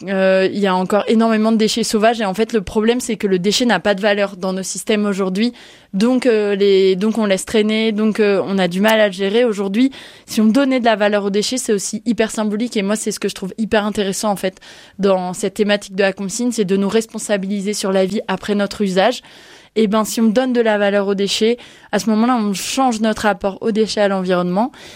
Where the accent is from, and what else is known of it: Tours, Centre-Val de Loire, France